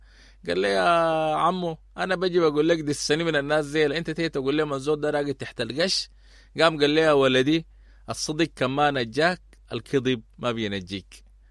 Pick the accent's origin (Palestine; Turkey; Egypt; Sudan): Sudan; accent: Sudanese colloquial; وأحيانا بنلقى في كلمات بلهجتنا نحن السودانية العامية،